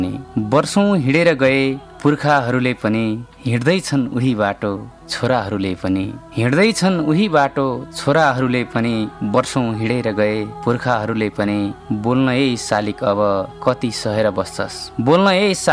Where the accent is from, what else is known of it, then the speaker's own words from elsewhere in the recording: Achham, Sudurpashchim Province, Nepal; मेरो घर अछाम हो, धेरै मिथकमा बाँचेका छु, कर्णाली प्रदेशका मान्छेहरू